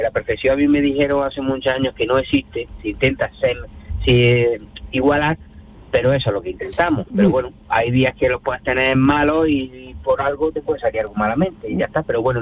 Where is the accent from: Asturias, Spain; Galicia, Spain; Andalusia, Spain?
Andalusia, Spain; Granada; Somos de Granada.